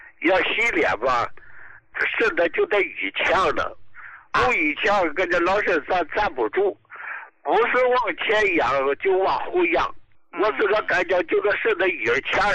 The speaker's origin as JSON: {"language": "Chinese", "town": "Dalian", "region": "Liaoning", "country": "China", "said": "这个医大就大，我是大连的哈、"}